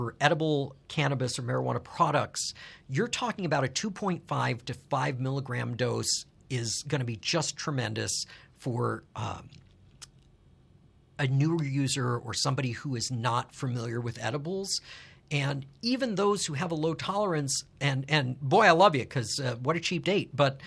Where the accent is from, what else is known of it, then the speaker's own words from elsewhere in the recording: Tucson, Arizona, United States; also born or lived in New York; now in Tucson, United States; I made the very difficult decision to return to my hometown of Tucson, Arizona, where my octogenarian parents still live